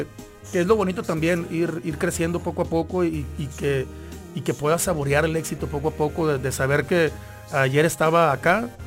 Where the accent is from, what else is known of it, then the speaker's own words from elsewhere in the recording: Culiacán, Sinaloa, Mexico; pues somos de Culiacán los dos.